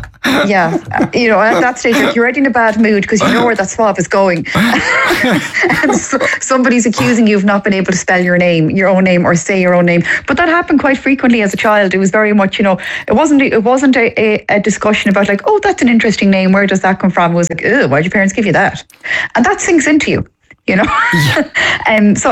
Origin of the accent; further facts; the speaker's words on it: Ireland; because I'm from the Gaeltacht, my name is, and most people who say it, they do anglicise it